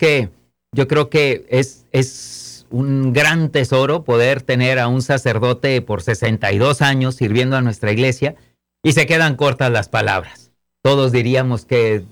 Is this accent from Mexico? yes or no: yes; Mexico; Padre, yo como buen mexicano tengo una pregunta.